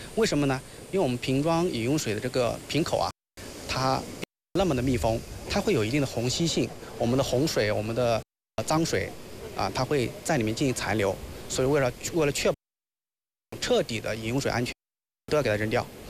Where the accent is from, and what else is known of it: Guangxi, China